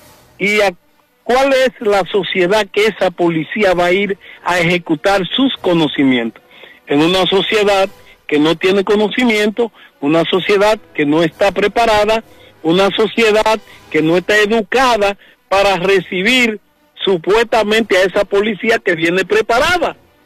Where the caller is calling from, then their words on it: Dominican Republic; lo que está viviendo la República Dominicana. Si las instituciones en mi país